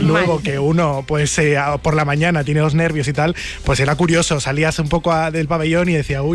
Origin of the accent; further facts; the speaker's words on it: Canary Islands, Spain; Además, yo soy de Canarias